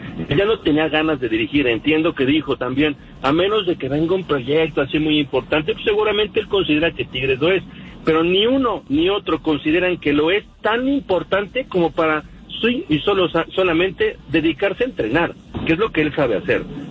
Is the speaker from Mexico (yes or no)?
yes; Monterrey, Nuevo León, Mexico; El regio no es de México, el regio es de Regiolandia, es de Monterrey. Y ya después, sí somos de México.